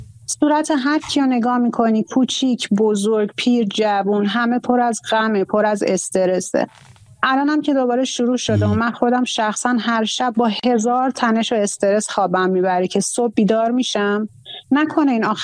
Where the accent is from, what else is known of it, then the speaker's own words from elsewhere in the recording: Bushehr, Iran; ما بوشهری ها، جنوبی ها کلن آدم هایی هستیم، حالا من بوشهر چون شهر خودم و بیشتر راجبش بیدونم دارم میگم